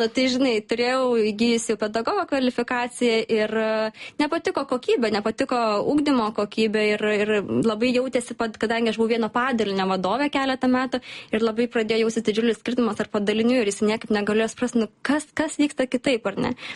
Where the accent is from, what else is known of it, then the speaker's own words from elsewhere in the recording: Kuršėnai, Šiauliai County, Lithuania; now in Helsinki, Finland; aš esu iš Kuršėno. Iš to pietinė praktiškai Šiaulių, ar ne?